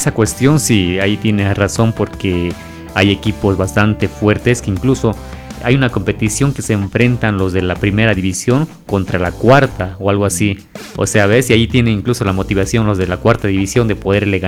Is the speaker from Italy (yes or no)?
no; Bolivia